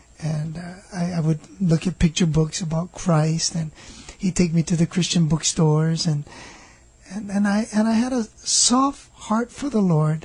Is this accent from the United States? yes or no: yes; Honolulu, Hawaii, United States; I grew up here in Hawaii, in a nice little area called Moanalua. Mm-hmm. And, you know, back then in the late 60s, early 70s, while I was growing up